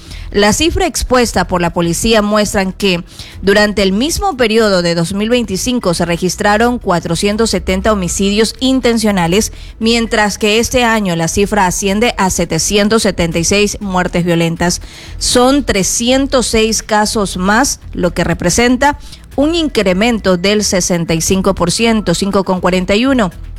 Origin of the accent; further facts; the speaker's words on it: Coast, Ecuador; Teníamos como costeños que somos, ¿no?